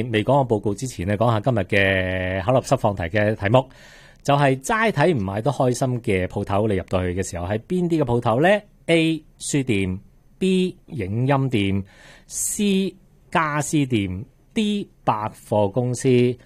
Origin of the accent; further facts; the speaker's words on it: Canada; 我哋加拿大人嘅年薪喺数字上边嚟讲咧